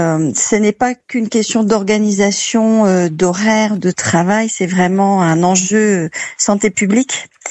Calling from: Hauts-de-France, France; moi je suis dans le Douaisis

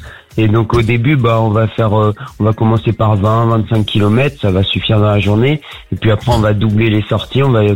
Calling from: Auvergne-Rhône-Alpes, France; Moi, je viens du côté de Lyon.

